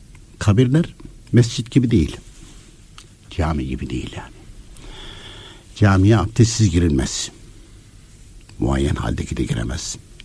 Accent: Konya, Turkey; kendim Konyalıyım

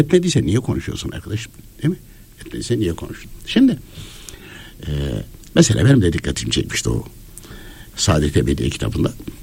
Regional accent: Konya, Turkey; Şimdi ben Konyalıyım.

